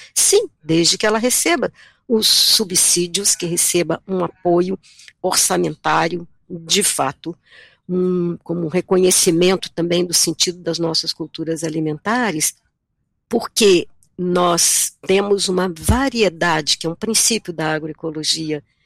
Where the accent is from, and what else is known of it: Minas Gerais, Brazil